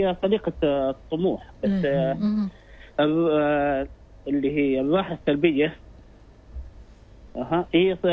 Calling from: Barka, Al Batinah South, Oman

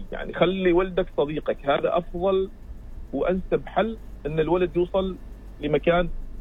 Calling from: Oman; أنا يعني لاعب في المنتخب سابق وفي بعض الأندية عندنا في عمان.

